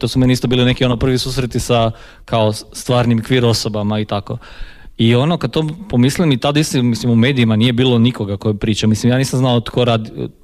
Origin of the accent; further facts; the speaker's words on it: Poreč, Istria County, Croatia; ja sam inače iz Poreča, kao pa tu iz Istre, ali došao sam bio studirati u Zagreb